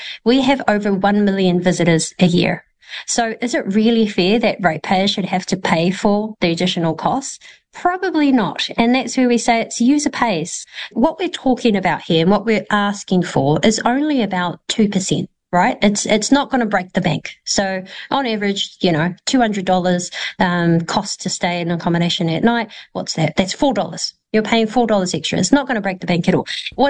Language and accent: English; New Zealand; You know, you go overseas anywhere and you say, I'm from New Zealand, and they go, ah, the haka.